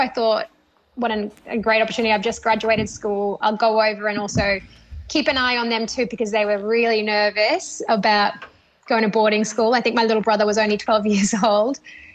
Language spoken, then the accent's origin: English; Broome, Western Australia, Australia; also born or lived in Derby, Western Australia; I was born in Derby. We lived there till I was about, I think I was five when we moved to Broome. And grew up here in Broome, went to school at St. Mary's from year one all the way through to year 12.